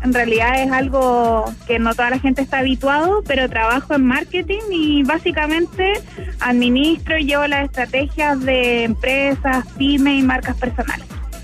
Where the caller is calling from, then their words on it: Antofagasta, Chile; Yo soy de Antofagasta, pero trabajo con marcas de todo Chile